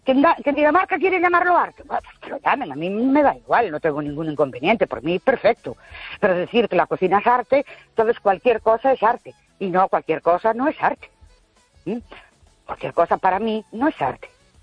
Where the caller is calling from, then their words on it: Ourense, Galicia, Spain; Buenas noches … de Ourense.